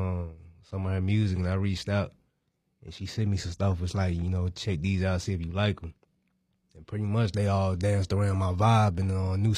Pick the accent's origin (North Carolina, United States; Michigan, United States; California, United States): North Carolina, United States; And I'm from Caswell, though. So I'm out in the country.